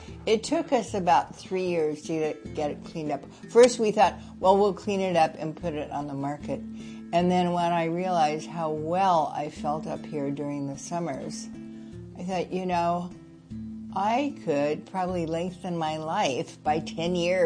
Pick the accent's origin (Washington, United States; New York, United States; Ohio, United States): Washington, United States; Bremerton; born there; I was born in Bremerton, Washington, in the Puget Sound Naval Shipyard Hospital.